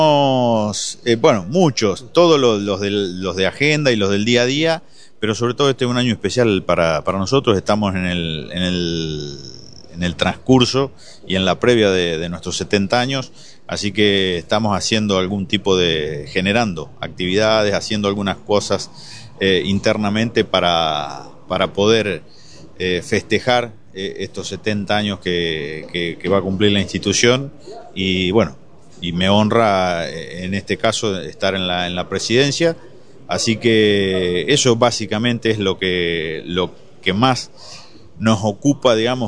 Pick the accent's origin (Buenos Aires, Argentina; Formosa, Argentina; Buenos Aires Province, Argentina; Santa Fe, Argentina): Santa Fe, Argentina; Corrientes y Santa Fe, yo soy de Santa Fe